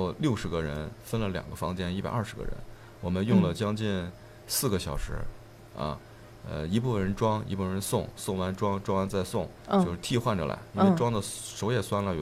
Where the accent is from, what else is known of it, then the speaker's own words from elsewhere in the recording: Beijing, China; moved away as an adult; 我是从北京过来的。